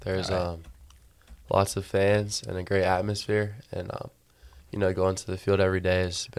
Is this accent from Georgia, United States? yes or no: no; Melbourne, Florida, United States; moved away; I'm from Melbourne. It's a small town on the East Coast.